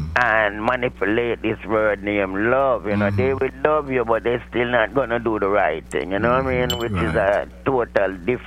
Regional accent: Kingston, Jamaica; now in Mount Vernon, United States; I used to be so scared growing up in Kingston.

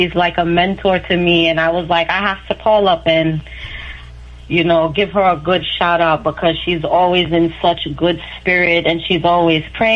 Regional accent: Jamaica; now in United States; But we're from Jamaica.

